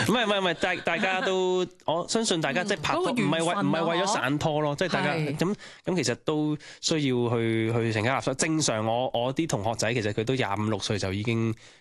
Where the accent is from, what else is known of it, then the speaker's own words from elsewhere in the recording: Hong Kong; 就觉得我哋香港嘅想法。